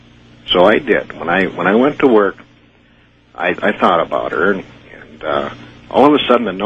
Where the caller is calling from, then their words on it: Pahrump, Nevada, United States; And I'm calling from Kingdom of Nai, Pahrump.